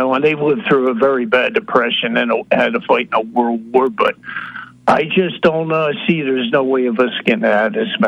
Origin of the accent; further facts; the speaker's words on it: New Jersey, United States; formerly from South Jersey.